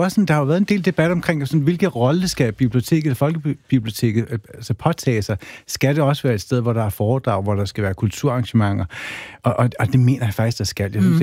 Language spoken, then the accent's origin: Danish; Kerteminde, Region of Southern Denmark, Denmark; now in Copenhagen, Denmark; jeg er meget ofte hjemme i Kerteminde